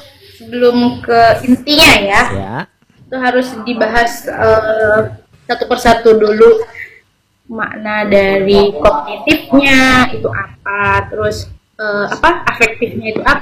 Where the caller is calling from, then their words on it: Pragaan, East Java, Indonesia; Saya alamatnya dari Peragaan.